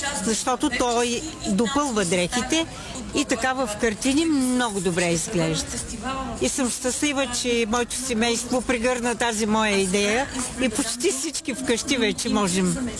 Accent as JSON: {"language": "Bulgarian", "town": "Karlovo", "region": "Plovdiv Province", "country": "Bulgaria", "said": "аз съм от Карлово"}